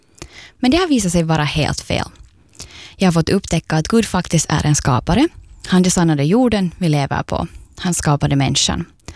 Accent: Ekenäs, Uusimaa, Finland; och jag är från Ekenäs och du lyssnar på Andrum.

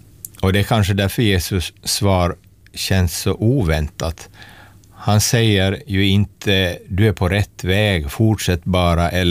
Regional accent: Raseborg, Uusimaa, Finland; och min kollega Fredrik Martin. Vi kommer båda från Raseborg och är pastorer i samma församling.

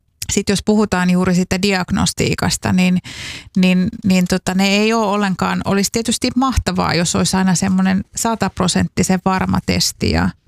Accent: Saarijärvi, Central Finland, Finland; mähän olen Saarijärveltä kotoisin.

